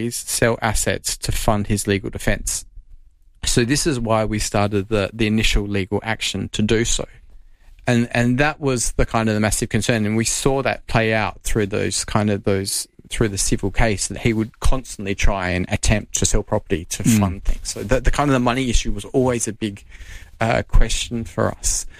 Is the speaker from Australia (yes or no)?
yes; Australia; moved away as an adult; now in Norway; As an Australian